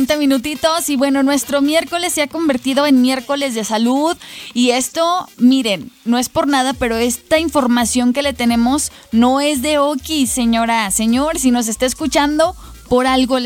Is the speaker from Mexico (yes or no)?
yes; Mexico; no tenemos la cultura como buenos mexicanos de cuidarnos